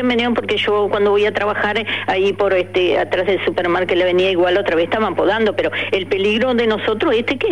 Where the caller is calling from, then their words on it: Maldonado, Uruguay; vivo en Simón del Pino, pegado al previo ferial.